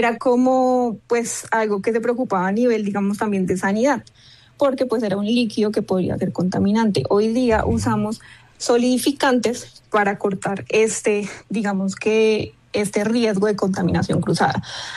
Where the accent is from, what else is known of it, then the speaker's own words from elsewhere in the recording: Colombia; now in United States; yo soy colombiana, pero vivo en Estados Unidos